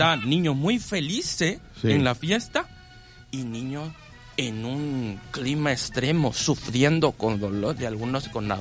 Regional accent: Tlaxcala, Mexico; Ah, pero es porque vine de Tlaxcala.

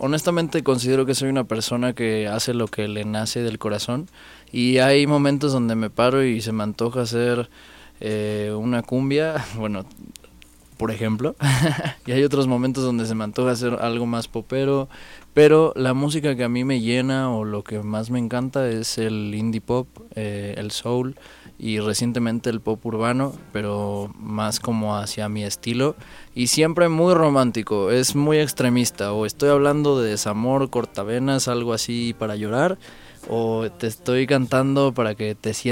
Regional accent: Mexico City, Mexico; De Ciudad de México

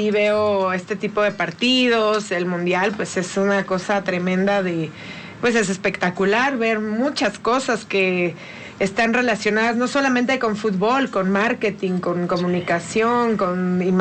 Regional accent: Mexico; como mexicanos, tenemos que hacer mucho esto

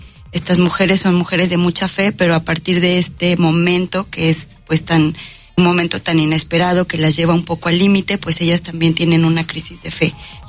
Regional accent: Xalapa, Veracruz, Mexico; Yo soy de Jalapa.

